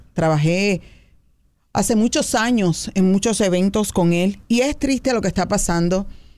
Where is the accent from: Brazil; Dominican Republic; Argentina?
Dominican Republic